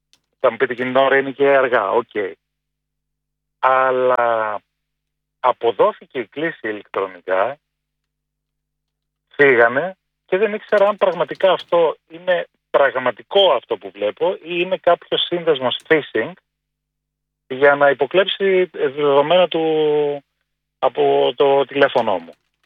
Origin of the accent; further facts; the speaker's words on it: Thessaloniki, Central Macedonia, Greece; Εγώ είμαι από τη Θεσσαλονίκη